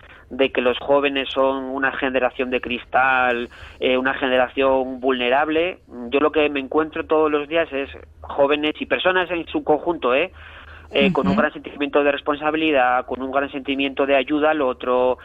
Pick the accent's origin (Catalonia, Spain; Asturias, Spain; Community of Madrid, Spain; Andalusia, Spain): Asturias, Spain; yo que soy de origen asturiano